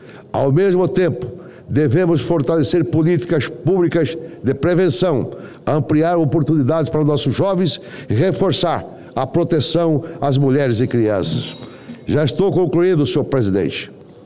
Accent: Várzea Grande, Mato Grosso, Brazil; lá na minha cidade de Várzea Grande

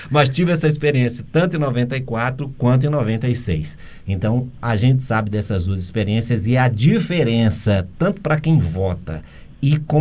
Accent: Teresina, Piauí, Brazil; eu sou lá de Teresina

